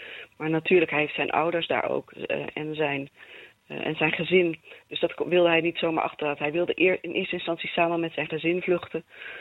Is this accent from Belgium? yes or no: no; Netherlands; Het staat heel ver van ons af als Nederlanders